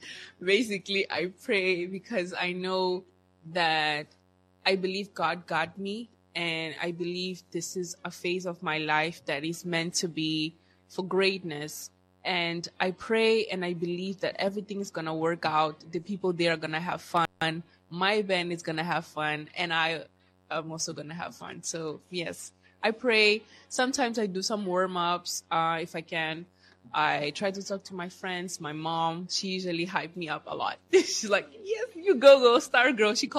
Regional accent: Mozambique; now in Warsaw, Poland

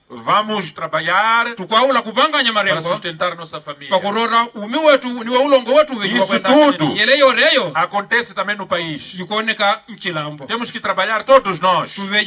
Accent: Mozambique; O que nós temos que fazer como moçambicanos

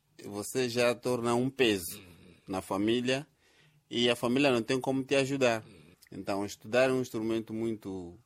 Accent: Quelimane, Zambezia, Mozambique; moved away as an adult; also born or lived in Nacala Porto, Nampula; Sim, eu sou natural da Zambeze, distrito de Nkwadala, mas já pertence à cidade de Quilimane.

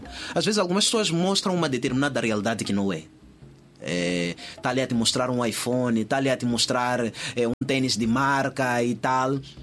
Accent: Mozambique; now in Portugal; Eu sou moçambicano.

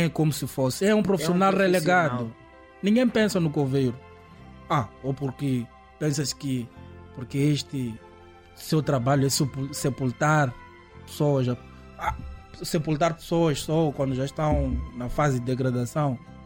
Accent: Mozambique; nós como moçambicanos

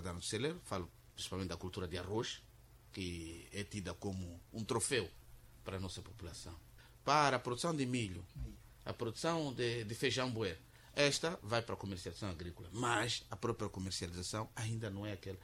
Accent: Quelimane, Zambezia, Mozambique; Eu cresci em Kilimane, nos bairros

